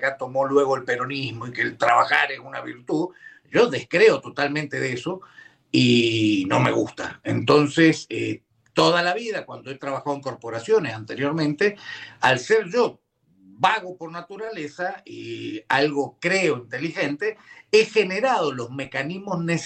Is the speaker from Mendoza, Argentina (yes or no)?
yes; Mendoza, Argentina; No somos genios los mendocinos. Yo me enorgullezco mucho de ser mendocino, soy mendocinista, si se quiere, pero una es que vivimos en un desierto. Esto es un desierto, no es árido, no es un clima seco, es un desierto. Acá llueve 160 milímetros